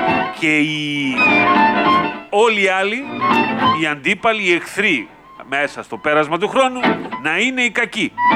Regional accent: Greece

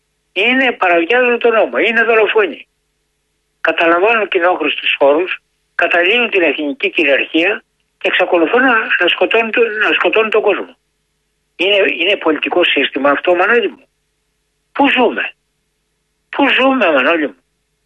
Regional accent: Peloponnese, Greece; που είναι από την πατρίδα μου κάτω από τη Γουρτινία

